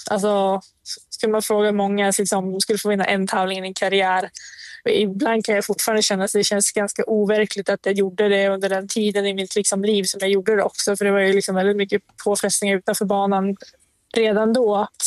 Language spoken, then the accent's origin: Swedish; Sweden; moved away; Och jag bara träffar min familj hemma i Sverige en vecka senaste året